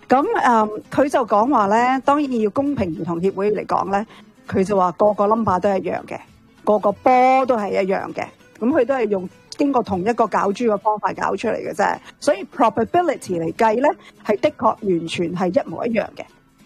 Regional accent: Canada; 我哋加拿大人

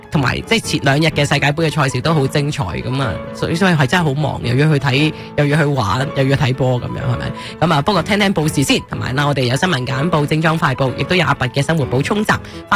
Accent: Canada; 我哋作为加拿大人嘅话啦，吓亚省

